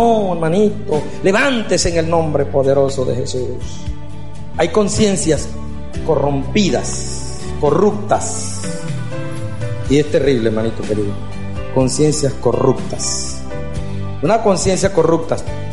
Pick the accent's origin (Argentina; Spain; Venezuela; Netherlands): Venezuela; Los Llanos; Yo soy carnívoro, soy llanero, me gusta la carne en vara, término medio, con yuca y topocho verde.